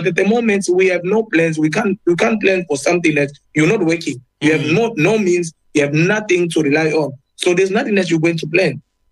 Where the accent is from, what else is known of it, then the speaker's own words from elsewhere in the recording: DR Congo; now in South Africa; I'm from Congo, from DRC.